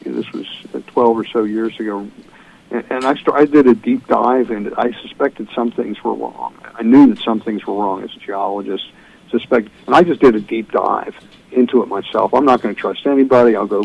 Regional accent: Florida, United States; I'm from Florida.

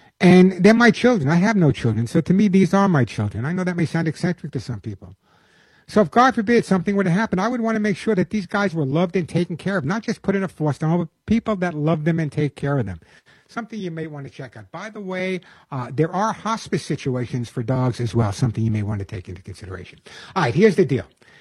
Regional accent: New York, United States; accent: New York; Although I did lose my New York accent.

